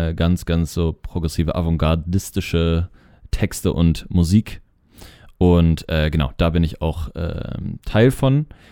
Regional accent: Cologne, North Rhine-Westphalia, Germany; ich komme aus Köln.

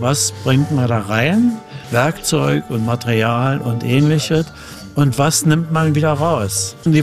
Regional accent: East Germany, Germany; Eine MAN ist ein westdeutsches Produkt und für Schiffe, die bei uns in der DDR gebaut wurden, ist das etwas Besonderes gewesen.

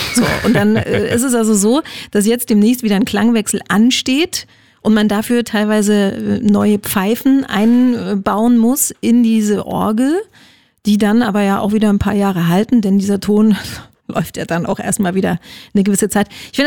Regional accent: Halberstadt, Saxony-Anhalt, Germany; Allererster Linie ich komme aus Halberstadt

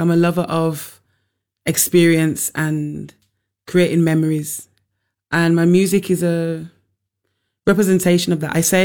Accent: Birmingham, West Midlands, United Kingdom; now in Berlin, Germany; Yeah, I'm from Birmingham.

